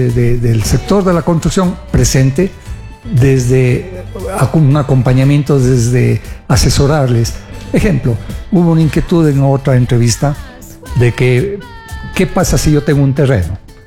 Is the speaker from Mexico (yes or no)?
no; Cuenca, Azuay, Ecuador